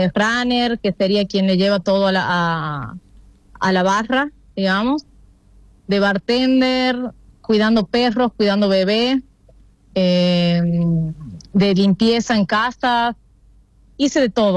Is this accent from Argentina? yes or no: yes; Chilecito, La Rioja, Argentina; moved away as an adult; also born or lived in Córdoba, Argentina / Messina, Italy; now in Ibiza, Spain; Yo nací, bueno, en La Rioja, hice todo mi primario, mi secundario, bueno, de hecho tengo todos mis amigos allá, toda mi familia